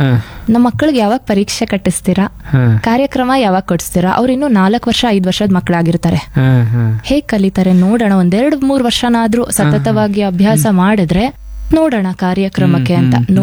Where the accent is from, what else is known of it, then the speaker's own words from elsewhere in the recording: Kollegal, Karnataka, India; moved away as an adult; also born or lived in Mysore; ನಾನು ಕೊಳ್ಳೇಗಾಲದಲ್ಲೇ ಹುಟ್ಟಿದ್ದು ಮೈಸೂರು, ಬೆಳೆದಿದ್ದೆಲ್ಲ ಕೊಳ್ಳೇಗಾಲ.